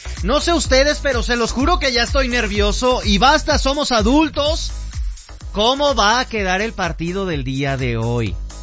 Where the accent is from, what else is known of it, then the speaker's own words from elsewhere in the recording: Mexico; Básicamente porque soy mexicano.